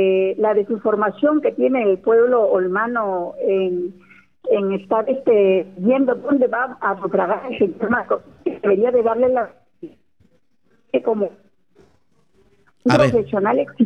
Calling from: Lima, Peru

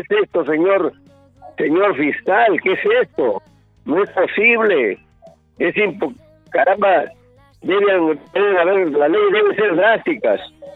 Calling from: Chimbote, Ancash, Peru; nosotros como chimbotanos, como ancachinos

